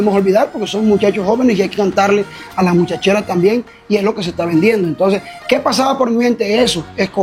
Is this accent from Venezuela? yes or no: no; Fundación, Magdalena, Colombia; Fundación porque es mi pueblo